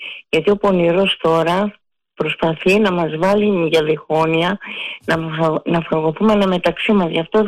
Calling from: Nea Smyrni, Attica, Greece; είμαι από Νέα Σμύρνη.

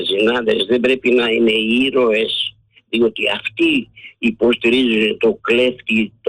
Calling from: Acharnes, Attica, Greece; Είμαι από τις Αχαρνές.

